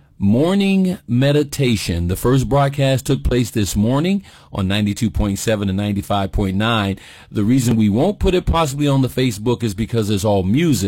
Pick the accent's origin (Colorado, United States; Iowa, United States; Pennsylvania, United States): Pennsylvania, United States; Aliquippa; No one honored me in my hometown yet, so let's see if Aliquippa can honor me.